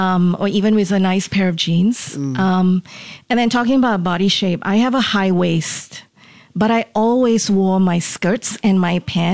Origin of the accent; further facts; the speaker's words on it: India; because I'm a colored woman, I'm Indian, right?